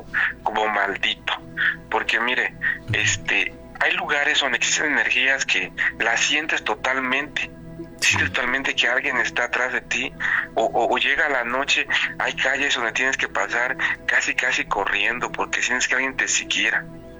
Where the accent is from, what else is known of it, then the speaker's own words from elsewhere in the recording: Mexico City, Mexico; Soy de Ciudad de México.